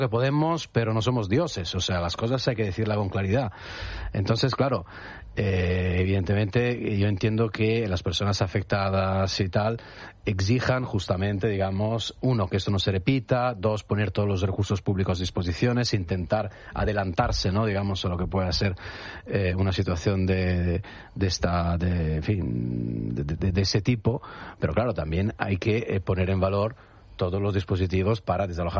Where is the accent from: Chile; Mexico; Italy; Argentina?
Italy; Spanish is a second language; Yo siempre, cuando veo estas cosas, siempre pienso también en mi país, en Italia.